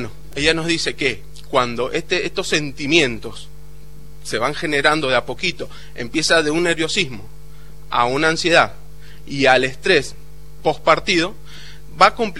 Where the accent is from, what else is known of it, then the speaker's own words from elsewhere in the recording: Argentina; como argentinos que somos.